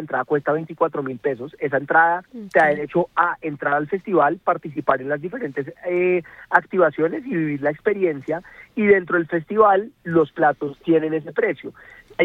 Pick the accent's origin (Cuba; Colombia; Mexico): Colombia; Nosotros al final pues somos colombianos, nos mueve mucho como todo lo que sea nuestro.